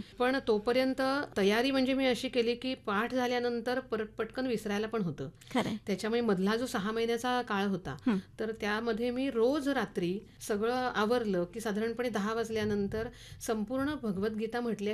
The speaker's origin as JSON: {"language": "Marathi", "town": "Ratnagiri", "region": "Maharashtra", "country": "India", "said": "मी रत्नागिरी आणि महाराष्ट्रातून आले"}